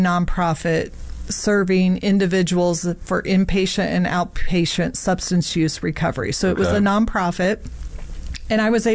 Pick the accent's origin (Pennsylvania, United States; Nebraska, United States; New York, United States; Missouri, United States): Nebraska, United States; Omaha; born there; also born or lived in Wisconsin / Iowa / Indiana / Illinois; now in San Antonio, United States; So we moved around a lot in the Midwest. So I was born in Omaha, but lived in Wisconsin, Iowa, Indiana, Illinois.